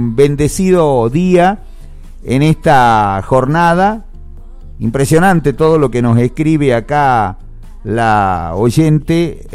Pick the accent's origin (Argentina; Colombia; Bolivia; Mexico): Argentina; hay que seguir creyendo en todos los que realmente somos argentinos